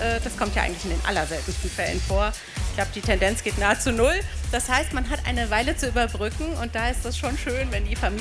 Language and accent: German; Koblenz, Rhineland-Palatinate, Germany; Also ich wohne in einem Vorort, in einem Höhenstadtteil von Koblenz. Und wie gesagt, bin hier geboren, bin auch hier zur Schule gegangen, war auf zwei verschiedenen Gymnasien in Koblenz und habe auch in Koblenz gearbeitet, Ausbildung, alles gemacht